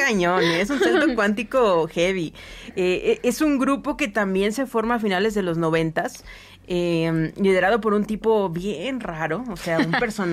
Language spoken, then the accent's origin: Spanish; Monterrey, Nuevo León, Mexico; O sea, somos de Monterrey y estábamos en este marco temporal que él ni siquiera tiene claro cuándo terminó y cuándo empezó